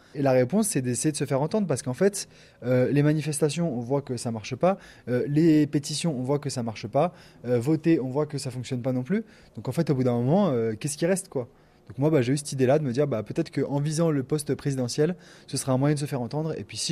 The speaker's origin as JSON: {"language": "French", "town": "Villeurbanne", "region": "Auvergne-Rhône-Alpes", "country": "France", "tie": "born there", "moved": "yes", "lives_now": "Chauffailles, France", "said": "Alors, d'où je vivais, mais moi, je suis né à Villeurbanne."}